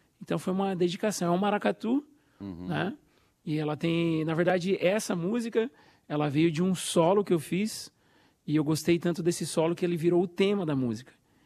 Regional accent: Itu, São Paulo, Brazil; now in United States; São 14 anos já morando nos Estados Unidos. Eu sou do interior de São Paulo, de Itu. Cresci tocando em projeto social, banda de música, estudei na Unicamp.

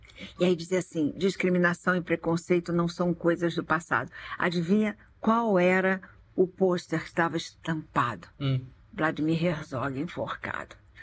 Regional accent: Rio de Janeiro, Brazil; eu, carioca, saí do Rio de Janeiro

